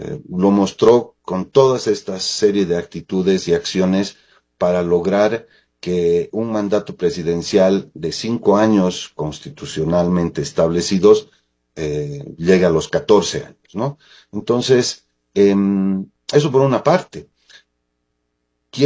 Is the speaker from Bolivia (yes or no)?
yes; Bolivia; de la reelección indefinida, que es uno de los grandes temas que todavía no termina de ser resuelto en mi país, ¿no? Un respeto o irrespeto al referéndum que propuso Evo Morales